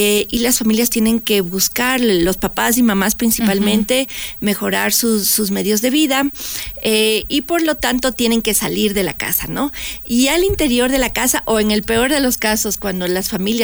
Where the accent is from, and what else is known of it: Ecuador